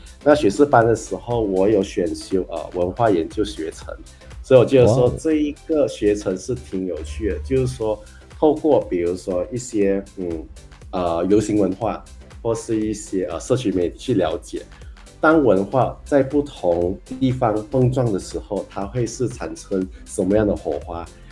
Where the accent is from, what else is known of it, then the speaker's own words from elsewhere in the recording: Malaysia; accent: Malaysian accent (马来腔); moved away as an adult; also born or lived in Taiwan; 因为像我们在台湾念书的时候，其实他们会容易会发觉其实我们马来西亚华人讲的华语会有一些腔调，他们说马来腔